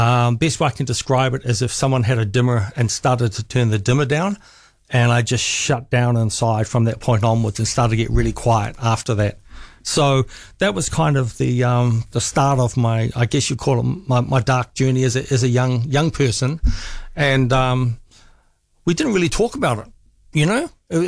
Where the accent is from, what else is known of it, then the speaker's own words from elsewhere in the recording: Auckland, New Zealand; also born or lived in United Kingdom; when I was growing up in East Auckland, a lot of state housing in the area.